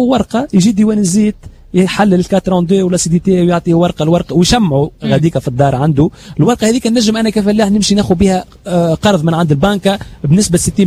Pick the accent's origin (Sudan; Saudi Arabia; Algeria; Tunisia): Tunisia; أكبر أبرات موجودة في إفريقيا عندنا في تونس.